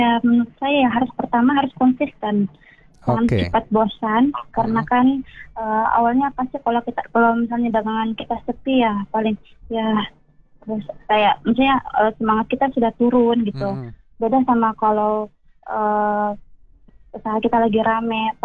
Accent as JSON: {"language": "Indonesian", "region": "Sulawesi", "country": "Indonesia", "lives_now": "Jakarta, Indonesia", "said": "Terus tahun 2024 awal mulanya itu aku menjual di Sulawesi. Aku kan orang Sulawesi nih, Kak."}